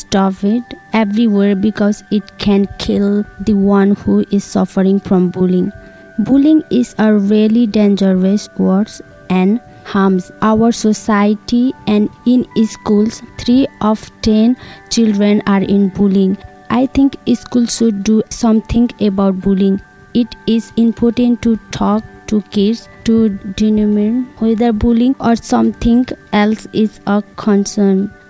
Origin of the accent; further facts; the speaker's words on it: Nepal; English is a second language; I'm from Nepal. I go to Brescia High School.